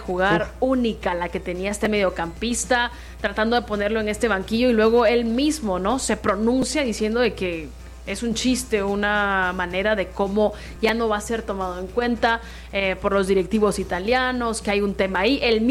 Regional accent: Guatemala; Guatemala justo caiga 1-0 en ese partido contra Costa Rica, que era nuestro duelo directo, hablando como guatemalteca.

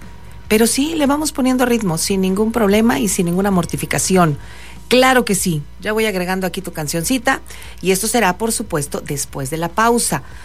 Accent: Monclova, Coahuila, Mexico; born there; Lo sé porque yo soy de Monclova. Yo nací en Monclova.

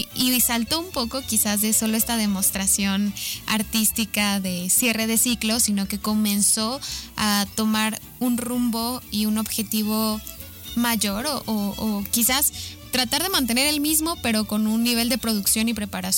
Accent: Aguascalientes, Mexico; los que somos de aquí de Aguascalientes, tenemos tal vez a un abuelo

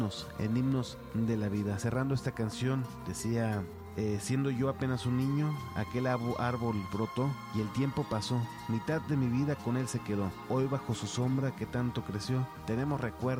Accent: Michoacán, Mexico; tengo un árbol que planté muy de niño allá en Michoacán con mi abuela, y cada vez que la voy a ver, pues las raíces están con ellas, ¿no?

